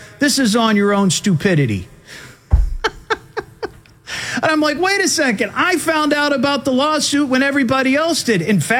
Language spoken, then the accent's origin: English; Beavercreek, Ohio, United States; the Beavers Mini Mart in Beaver Creek, my hometown right there. Corner of Haynes and Lance Road, spent many a quarter playing their Pac-Man machine when I was a youngster.